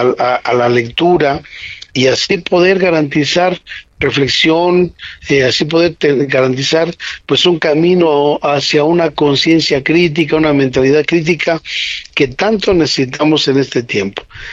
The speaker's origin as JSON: {"language": "Spanish", "country": "Mexico", "said": "los mexicanos"}